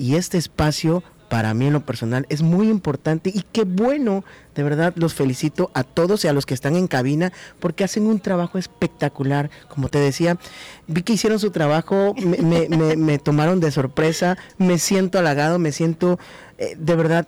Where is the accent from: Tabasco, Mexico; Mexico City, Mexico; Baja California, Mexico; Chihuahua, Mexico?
Tabasco, Mexico; soy del estado de Tabasco.